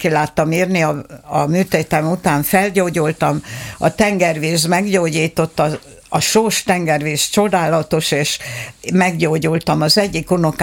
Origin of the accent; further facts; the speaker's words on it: Kunágota, Békés, Hungary; megjelentettem a szülőfalumat, Kunágotát, és apukám szülőfaluját, Dombiratost.